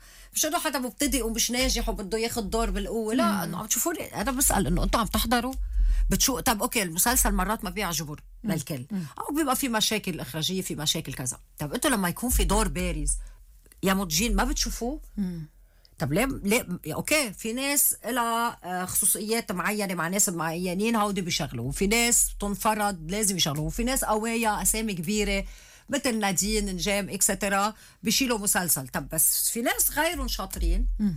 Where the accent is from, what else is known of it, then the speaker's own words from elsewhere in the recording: Lebanon; عندنا بلبنان